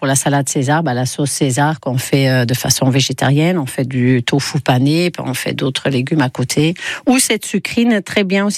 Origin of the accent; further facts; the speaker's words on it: Ghent, Flanders, Belgium; accent: Belgian; moved away; je suis de Gand.